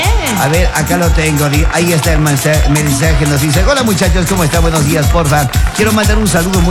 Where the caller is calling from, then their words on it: Orellana, Ecuador; Nosotros escuchamos acá en Orellana, provincia de Orellana.